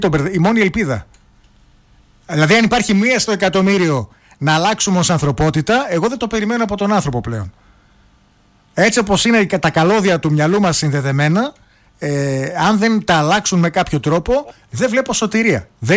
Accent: Greece; Αλλά θεωρώ ότι ως Έλληνες δεν είμαστε για άμεση δημοκρατία.

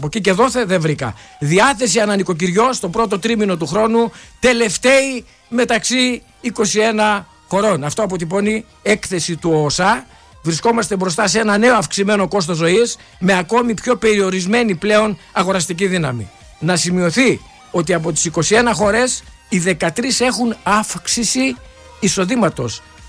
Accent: Greece; ως Έλληνες

